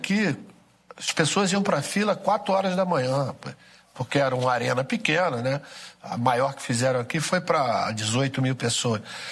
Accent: Rio de Janeiro, Brazil; eu fui criado aqui em Copacabana

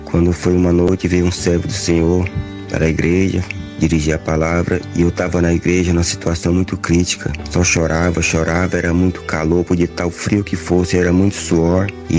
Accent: Carapicuíba, São Paulo, Brazil; sou aqui de Carapicuíba.

